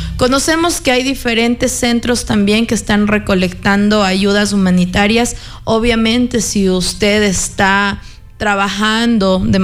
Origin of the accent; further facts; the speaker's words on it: Riobamba, Chimborazo, Ecuador; todos quienes somos parte de la Sultana de los Andes, de la provincia de Chimborazo